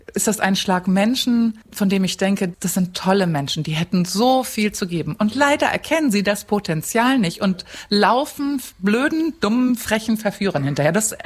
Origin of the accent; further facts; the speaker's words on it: Cuxhaven, Lower Saxony, Germany; moved away as an adult; also born or lived in Hamburg / Berlin; now in Saxony-Anhalt, Germany; Ich bin eine Hamburgerin und genau. Und dann in Cuxhaven groß geworden und habe mein Leben lang nur in Westdeutschland gelebt.